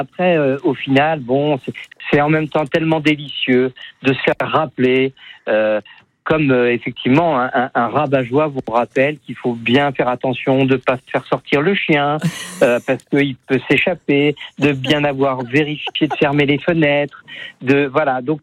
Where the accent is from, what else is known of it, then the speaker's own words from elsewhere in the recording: Île-de-France, France; now in Savoie, France; Moi, je suis un Savoyard d'adoption depuis presque 40 ans, mais je viens de la région parisienne.